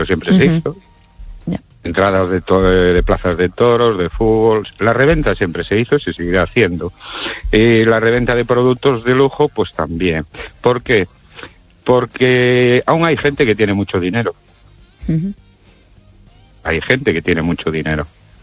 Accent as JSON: {"language": "Spanish", "town": "Ourense", "region": "Galicia", "country": "Spain", "said": "de Orense, buenas noches, querido oyente."}